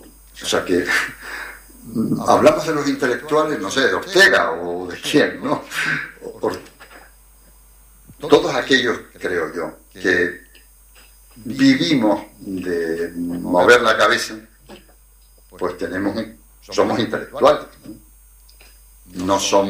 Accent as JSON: {"language": "Spanish", "region": "Canary Islands", "country": "Spain", "said": "Ni como canario, ni como generación del 68, ni como de izquierda, ni de nada, ¿no?"}